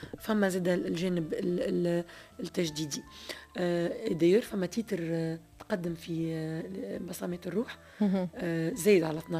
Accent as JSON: {"language": "Arabic", "country": "Tunisia"}